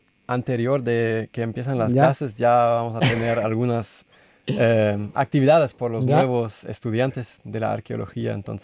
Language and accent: Spanish; Hanover, Lower Saxony, Germany; moved away; yo soy de Hannover, que es más en el norte de Alemania